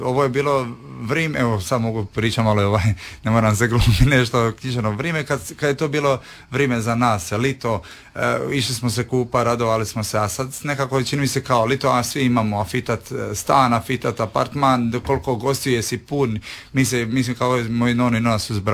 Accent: Split, Split-Dalmatia County, Croatia; iz Dalmacije sam, pa znam što se zapravo događa u zadnjih 20 godina

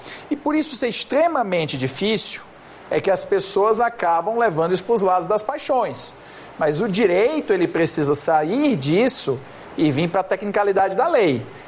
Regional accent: Ceará, Brazil; É que na minha terra diz assim, colocou um foguete para mim. No Ceará a gente fala assim, colocou um foguete para mim.

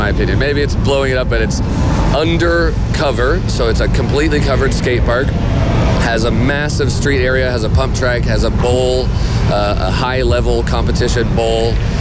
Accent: Lawrence, Kansas, United States; And, you know, I come from Lawrence, Kansas, so it's the same world of, like, college sports and all that.

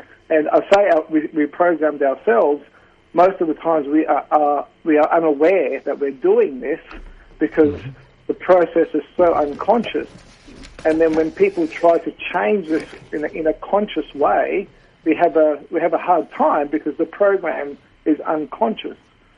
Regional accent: Adelaide, South Australia, Australia; I've born and bred in Adelaide. My parents were from southern Italy, so they were migrants. And so I was born in adopted into an Italian family.

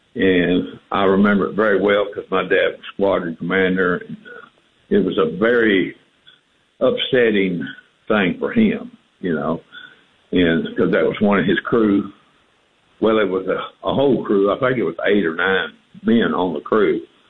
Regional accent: Bangor, Maine, United States; born there; also born or lived in Mississippi; I was born in Bangor, Maine. They say I was a maniac, but then I moved to Mississippi

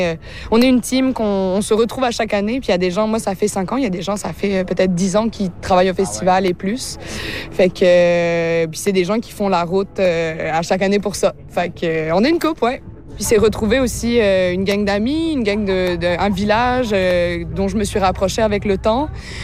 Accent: Réunion, France; Je suis originaire de la France. J'ai grandi à l'Île-la-Réunion.

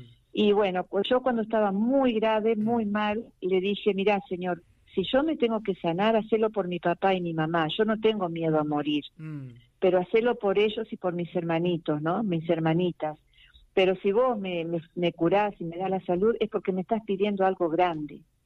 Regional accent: Rosario, Santa Fe, Argentina; Yo, de Rosario.

